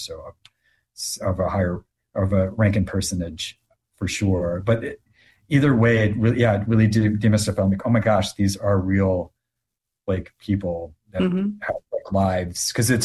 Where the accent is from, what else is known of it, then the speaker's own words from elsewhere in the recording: Naperville, Illinois, United States; But then that was the only real Christian preschool in my hometown of Naperville, at least walking distance, I guess. And then K-12 was public school.